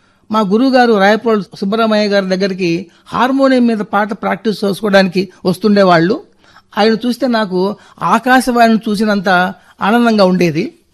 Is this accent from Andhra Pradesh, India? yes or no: yes; Bommalapuram, Andhra Pradesh, India; అదే ప్రసంగం నేను మా స్వగ్రామం బొమ్మలాపురంలో ఉండగా ఒకరోజు రాత్రి సమయంలో ప్రసారమైంది.